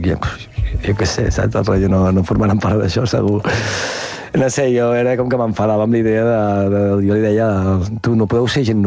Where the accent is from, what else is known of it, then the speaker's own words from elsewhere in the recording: Verges, Catalonia, Spain; Jo vaig viure a Verges, vaig créixer a Verges. La meva família de l'Empordà és de Verges. Som fills de Verges, de tota la vida.